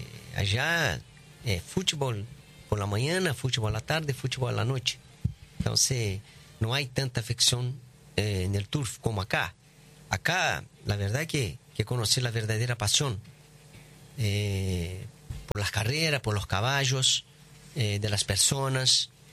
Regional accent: Brazil; Spanish is a second language; Soy un jockey brasileño que vino a correr el Gorila de Brasil, bueno.

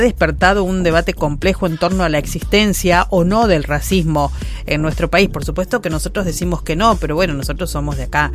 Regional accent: Argentina

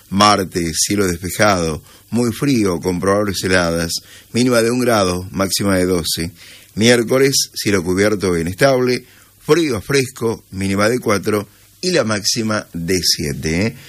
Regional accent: Argentina; Somos así, argentinos.

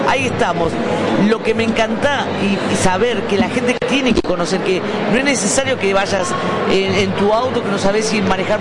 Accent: Quilmes, Buenos Aires Province, Argentina; Yo soy de Quilmes.

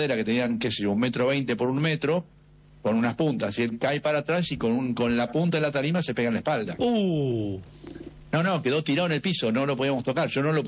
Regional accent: Mar del Plata, Buenos Aires Province, Argentina; Y nos vinimos a Mar del Plata

